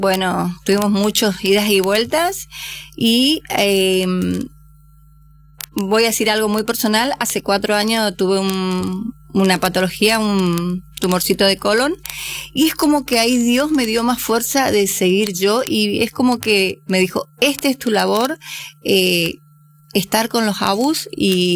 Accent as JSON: {"language": "Spanish", "town": "Santa Lucía", "region": "Corrientes", "country": "Argentina", "moved": "yes", "lives_now": "Corrientes, Argentina", "said": "Yo soy de Santa Lucía, un paraje llamado Cruz de los Milagros."}